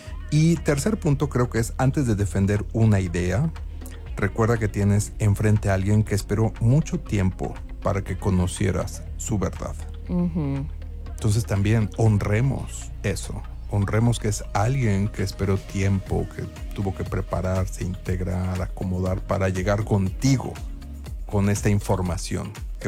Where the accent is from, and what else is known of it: Mexico